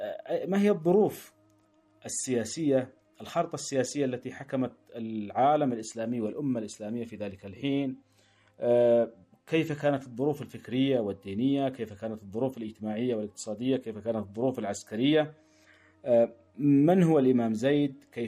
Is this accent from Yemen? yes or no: yes; Yemen; نحن اليوم كيمنيين